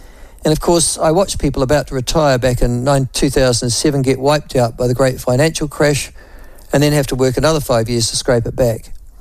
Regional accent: Australia; And I am from Australia, says Anthony.

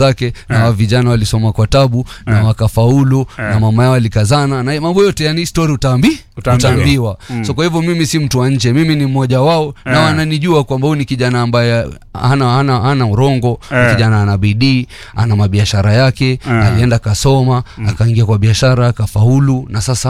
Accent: Nairobi, Kenya; Ushago yangu ni South Sea na nimeishi South Sea. Kwa hivyo nyumbani ni South Sea. Mambo ya mambo ya Langata yananihu, yananihusu. So nimekulia pale tangu udogoni. Tuko yani kwa miaka mingi tumeishi

